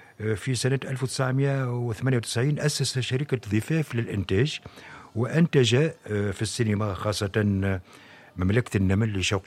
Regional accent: Tunisia; سفيان الشاعري يعني كتوانسة يعني إلى اليومنا هذا

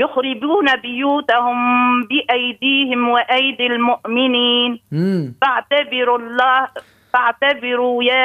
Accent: El Jem, Mahdia Governorate, Tunisia

